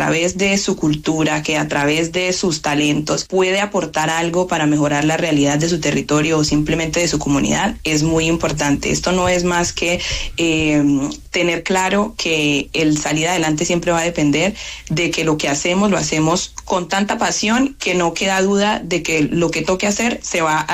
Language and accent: Spanish; Chocó, Colombia; aunque yo salí del Chocó, el Chocó nunca ha salido de mi cuerpo, de mi mente y de todos los proyectos que yo he realizado.